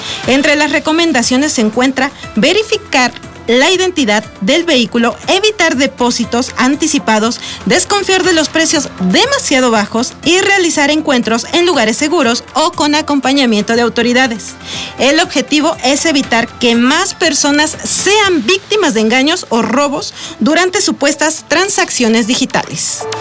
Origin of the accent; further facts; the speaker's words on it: Puebla, Mexico; Las tradiciones son parte que nos da identidad como poblanos.